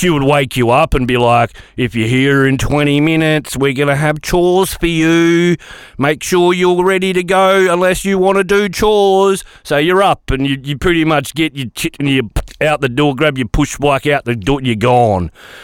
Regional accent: Collie, Western Australia, Australia; moved away; born in 1979, so long before technology was around. I grew up in Collie, which is right down south from here, and people may know of it. It's out of Bunbury. Southwest is where I grew up. Collie's like a town in a crater. If you could say that, it's a lot of valleys and hills around it.

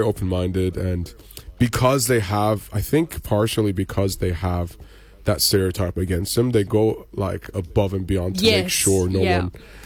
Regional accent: Iran; moved away as an adult; also born or lived in Canada / Germany; now in Perth, Australia; No, I was born in Iran, and then I moved to Canada when I was one.

